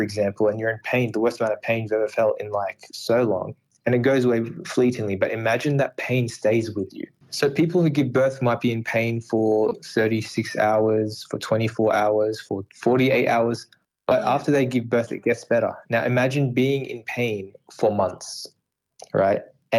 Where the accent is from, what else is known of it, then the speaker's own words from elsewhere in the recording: Sydney, New South Wales, Australia; I'm from Sydney and I can't get from my home to the city without paying some sort of toll